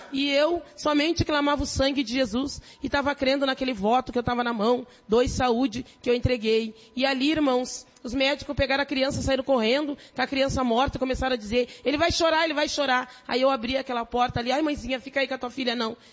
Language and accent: Portuguese; Porto Alegre, Rio Grande do Sul, Brazil